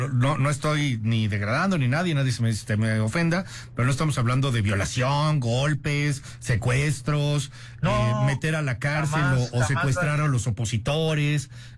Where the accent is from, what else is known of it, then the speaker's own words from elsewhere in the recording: Badiraguato, Sinaloa, Mexico; de dónde vengo? Soy de Badiraguato.